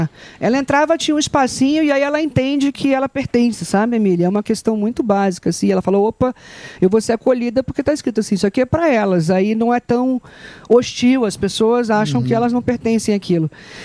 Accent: Barra Mansa, Rio de Janeiro, Brazil; moved away; also born or lived in Brasília; Eu saí de Barra Mansa, fui para o Rio de Janeiro, depois fui parar em Brasília

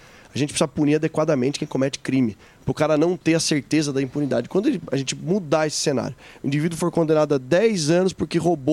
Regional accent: Sorocaba, São Paulo, Brazil; pouca gente sabe, mas sabe que eu sou sorocabano

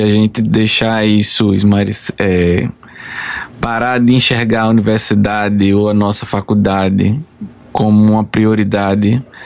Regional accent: Alagoas, Brazil; Sou alagoano.

